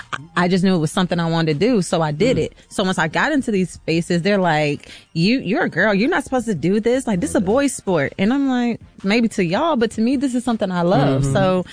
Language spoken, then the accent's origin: English; Richmond, Virginia, United States; Yes, I'm from Virginia.